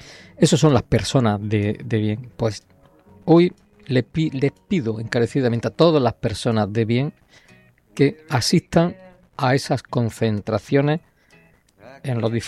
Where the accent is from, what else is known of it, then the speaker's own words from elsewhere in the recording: Spain; Somos españoles cuando juega la selección y cuando España se la está jugando. Ahí somos españoles